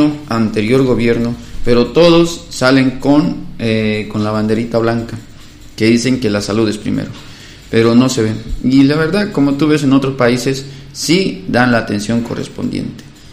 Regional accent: Bolivia

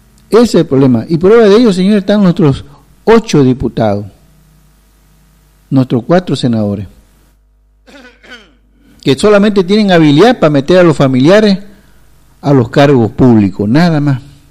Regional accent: Bolivia; Nosotros somos los únicos güerudos que seguimos metidos con los collas.

